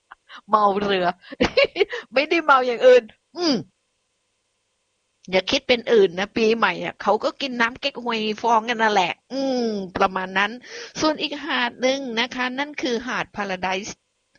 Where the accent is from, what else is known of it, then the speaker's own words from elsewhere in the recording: Phuket, Thailand; บ้านดิฉันเองจังหวัดภูเก็ตดิฉันได้เป็นคนบ้านนอกเนาะอยู่นอกนะนอกแผ่นดินนะดิฉันมาจากเกาะคุณผู้ฟัง